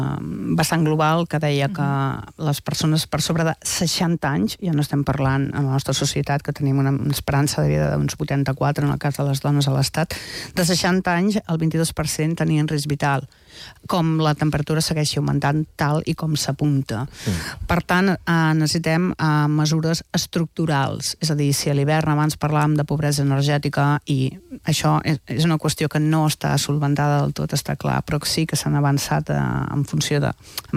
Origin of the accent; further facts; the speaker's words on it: Catalonia, Spain; Jo aquest estiu, que he estat bàsicament a l'interior, al meu poble, a Conca de Barberà